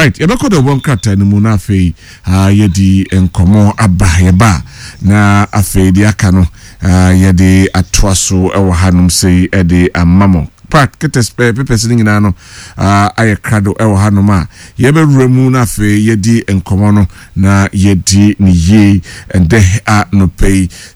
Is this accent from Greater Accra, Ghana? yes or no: no; Bantama, Ashanti, Ghana; from Bantama in the Senate West District.